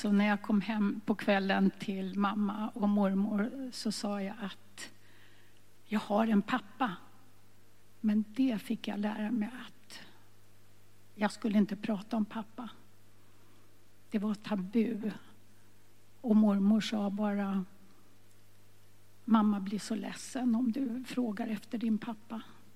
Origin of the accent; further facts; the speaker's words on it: Stockholm, Stockholm County, Sweden; Jag föddes 1943 på Kungsholmen i Stockholm, Hantverkargatan. Där bodde jag med min mamma och mormor i en liten etta.